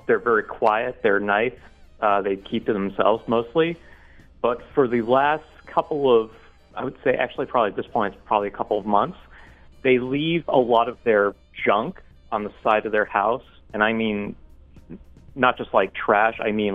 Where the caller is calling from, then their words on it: New York, United States; I'm calling from upstate New York.